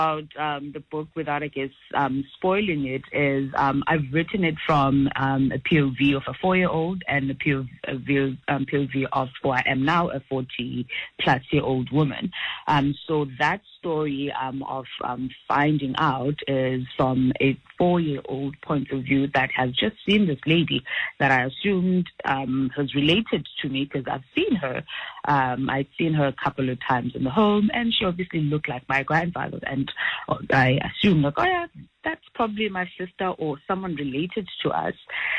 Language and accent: English; Cape Town, Western Cape, South Africa; also born or lived in Witbank / Elsies River; So I'm from Gugulethu to Cape Town, and before we were moved to Gugulethu, I talk about being displaced from Witbank and Elsitz River.